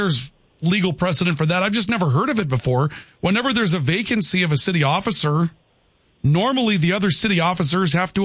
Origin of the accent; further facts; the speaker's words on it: Valley City, North Dakota, United States; in my hometown of Valley City